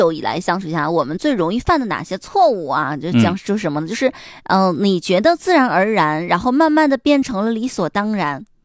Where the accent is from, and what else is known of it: China